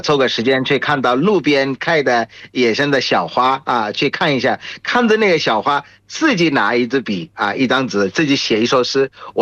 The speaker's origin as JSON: {"language": "Chinese", "country": "Bangladesh", "second_language": "Chinese"}